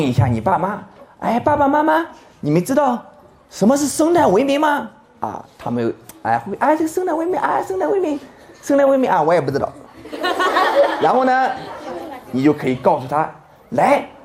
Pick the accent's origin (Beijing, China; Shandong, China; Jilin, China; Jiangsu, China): Shandong, China; 我的老家山东呢是处于下游，所以呢一看到这黄河奔流啊，我就想到我老家。